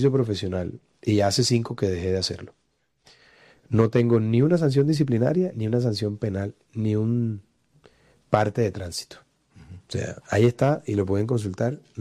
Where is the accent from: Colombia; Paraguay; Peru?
Colombia; Barranquilla, Atlántico; also born or lived in Bogotá; barranquieros somos tan tesos que nacemos donde nos da la gana.